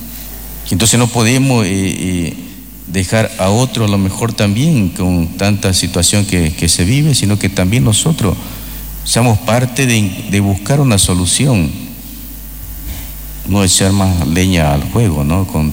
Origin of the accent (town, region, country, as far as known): Bolivia